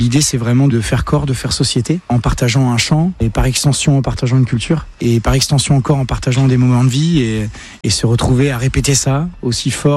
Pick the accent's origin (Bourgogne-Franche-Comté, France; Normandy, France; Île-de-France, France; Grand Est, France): Normandy, France; Rouen; born there; moved away as an adult; Je suis né en 1988 à Rouen, en Normandie. Je suis parti à l'âge de 19 ans au Mexique pour y faire une partie de mes études.